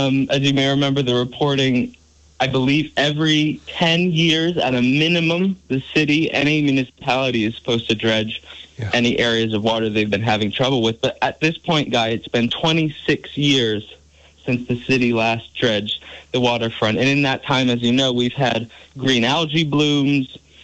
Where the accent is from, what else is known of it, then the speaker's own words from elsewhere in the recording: Burlington, Vermont, United States; I grew up in Burlington